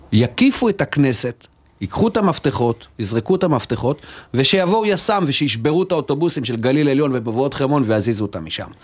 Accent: Northern District, Israel; born there

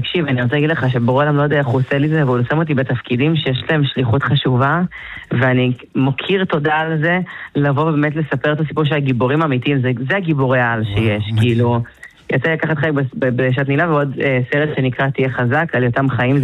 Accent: Ramat Gan, Tel Aviv District, Israel; אז אני גדלתי ברמת גן, אני born and raised שם, מילדות.

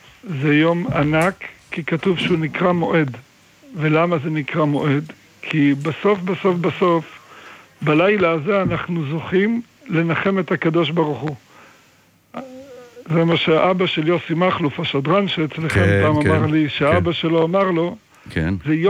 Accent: Netanya, Central District, Israel; born there; אני נולדתי בנתניה, אני מסתובב בנתניה

